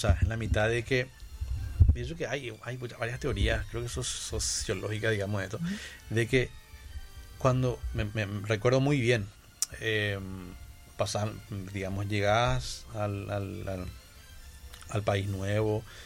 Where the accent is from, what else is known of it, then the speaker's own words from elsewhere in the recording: Paraguay; expresar quién soy yo como paraguayo